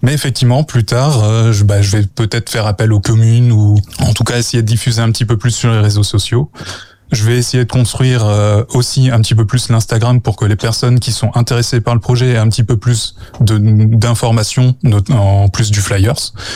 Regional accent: Arnage, Pays de la Loire, France; je suis originaire d'Arnage.

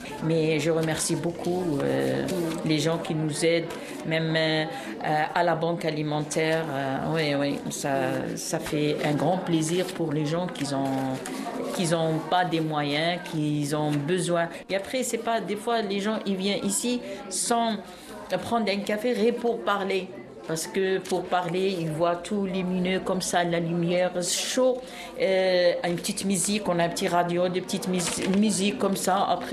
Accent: Algeria; French is a second language; now in France; Moi, je suis algérienne.

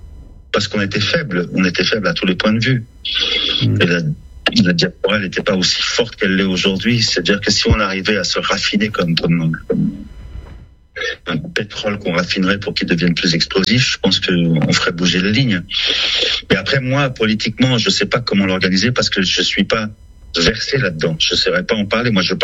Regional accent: Lebanon; moved away; Pendant la guerre, nous, quand on est parti, mon père, je l'ai revu 8 ans plus tard, quoi. On a quitté le Liban.

